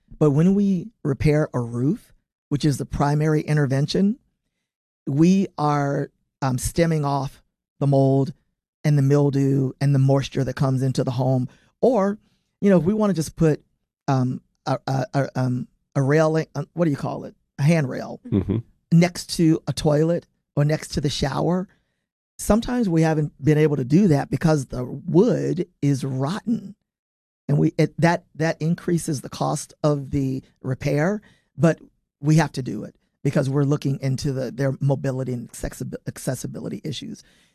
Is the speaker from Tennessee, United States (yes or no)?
yes; Somerville, Tennessee, United States; I grew up out in Somerville in the neighboring county, Fayette County, in an old dilapidated house with no central air and heat.